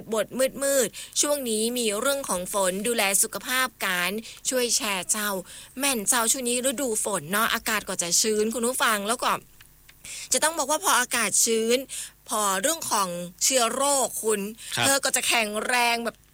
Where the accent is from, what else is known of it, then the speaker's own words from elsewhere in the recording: Chiang Mai, Thailand; เป็นคนเชียงใหม่เนี่ยนะเจ้าแต่ว่าภาษาเมืองอาจจะบ่ค่อยแข็งแรงสักเท่าใดเจ้า